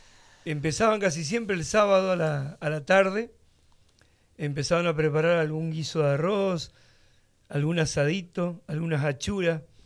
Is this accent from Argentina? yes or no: yes; Reconquista, Santa Fe, Argentina; En el barrio noreste de Reconquista, el popular barrio noreste, ahí eché pata en tierra, rodeado de músicos, en una infancia muy linda